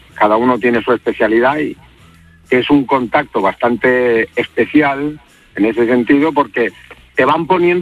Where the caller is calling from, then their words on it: Granada, Andalusia, Spain; vivo no en el centro, sino un poco a las afueras de Granada, en un barrio mítico también, que es muy muy famoso por las tapas, se llama La Chana